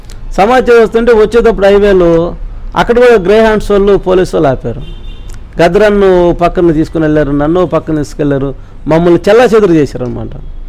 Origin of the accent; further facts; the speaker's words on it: Reddipuralu, Andhra Pradesh, India; ట్రాక్టర్లో పొన్నూరు నుంచి 2 కిలోమీటర్లు 4 మా ఊరు రెడ్డిపురాలు